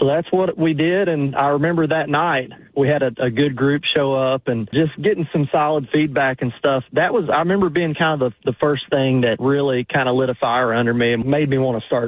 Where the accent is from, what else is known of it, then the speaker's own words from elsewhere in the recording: Greenville, Kentucky, United States; moved away as an adult; now in Nashville, United States; my wife and I, we live in Nashville now, but yeah, I grew up in Greenville, Kentucky.